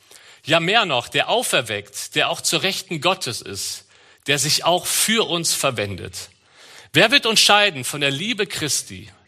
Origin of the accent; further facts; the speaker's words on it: Cologne, North Rhine-Westphalia, Germany; Wir fühlen uns als Kölner sehr mit euch hier verbunden durch Jesus Christus.